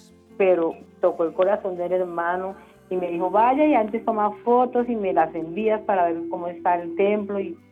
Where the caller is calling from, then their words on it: Bogotá, Colombia; En Gativá